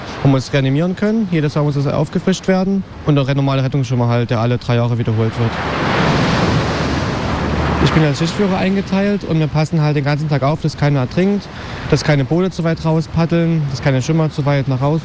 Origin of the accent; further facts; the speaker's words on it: Chemnitz, Saxony, Germany; Ich komme aus Sachsen, aus Chemnitz.